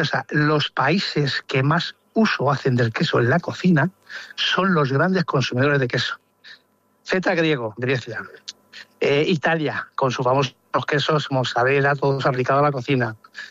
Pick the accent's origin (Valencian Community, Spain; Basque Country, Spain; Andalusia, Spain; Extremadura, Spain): Extremadura, Spain; yo soy extremeño y yo fui uno de los promotores de la Feria Nacional del Queso de Trujillo.